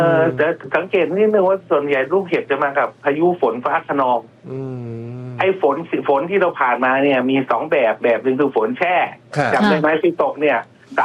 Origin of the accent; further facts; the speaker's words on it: Bangkok, Thailand; born there; ผมเป็นคนกรุงเทพแต่กำเนิด